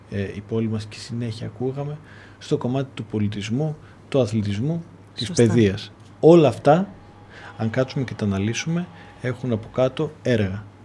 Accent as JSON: {"language": "Greek", "town": "Thessaloniki", "region": "Central Macedonia", "country": "Greece", "tie": "born or raised there", "said": "γεννήθηκα και μεγάλωσα εδώ στη Θεσσαλονίκη."}